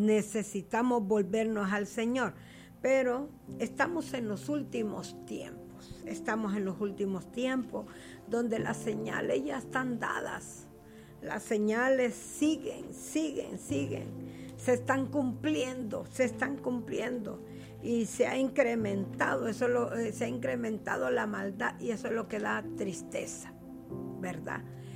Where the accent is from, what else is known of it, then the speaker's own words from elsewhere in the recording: Honduras; por nuestra condición como hondureños, como nación, como país.